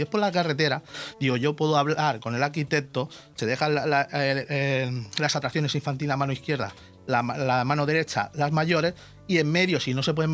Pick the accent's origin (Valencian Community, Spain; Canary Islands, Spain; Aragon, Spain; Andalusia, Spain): Valencian Community, Spain; Villajoyosa; yo por mi pueblo lo que haga falta.